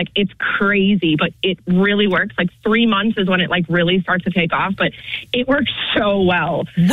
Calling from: Ladson, South Carolina, United States; Good morning. I'm calling from Ladson.

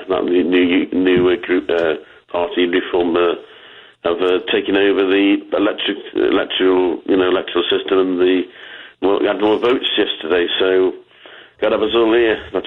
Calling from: Stoke-on-Trent, West Midlands, United Kingdom; accent: English; I live in Stoke-on-Trent, England, Staffordshire Potteries.

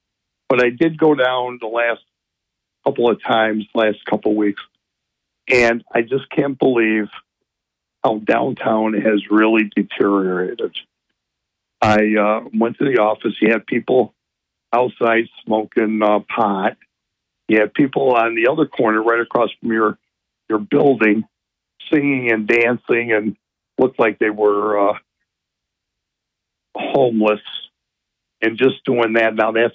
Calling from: Chenango Bridge, New York, United States; from Shango Bridge.

